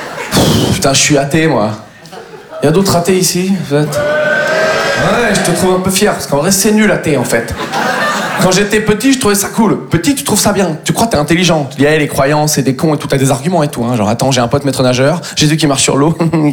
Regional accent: Nouvelle-Aquitaine, France; Moi, je viens du Poitou-Charentes. Tout le monde s'en bat les couilles de nous, quoi.

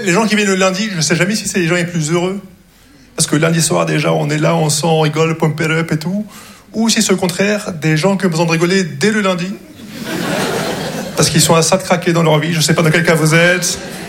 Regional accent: Casablanca, Casablanca-Settat, Morocco; born or raised there

